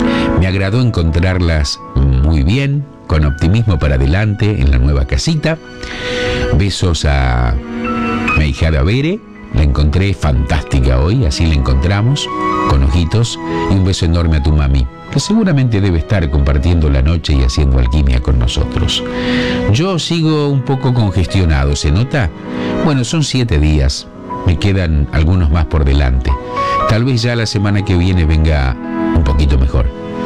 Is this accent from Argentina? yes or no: yes; Arequito, Santa Fe, Argentina; born or raised there